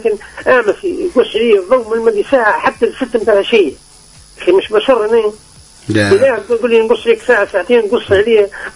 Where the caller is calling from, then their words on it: Ben Gardane, Medenine, Tunisia; من بنقردان.